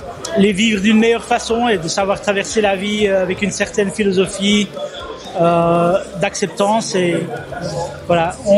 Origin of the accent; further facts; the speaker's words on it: Flanders, Belgium; On vient du Limbourg, principalement de la Flandre, du sud.